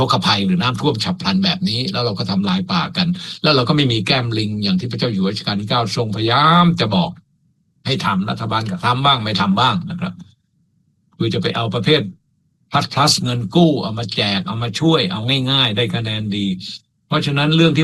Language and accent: Thai; Suphan Buri, Thailand; จังหวัดที่ผมเกิดและเติบโตสุพรรณบุรีก็ทำนากันเยอะนะครับ